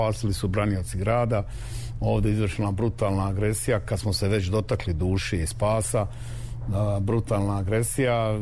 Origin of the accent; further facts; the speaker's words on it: Sarajevo, Federation of Bosnia and Herzegovina, Bosnia & Herzegovina; ali odgovorno tvrdim, ne kao Sarajlija i čovjek koji voli ovaj grad, da je ovo najjači festival.